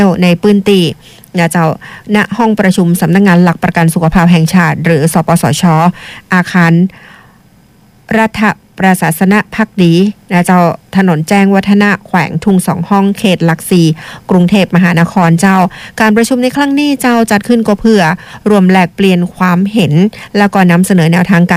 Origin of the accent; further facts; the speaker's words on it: Lampang, Thailand; จังหวัดลำปางบ้านเฮา